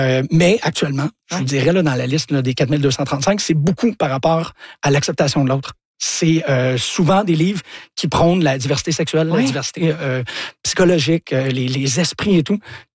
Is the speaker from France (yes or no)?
no; Montreal, Quebec, Canada; quand j'étais jeune, ici à Montréal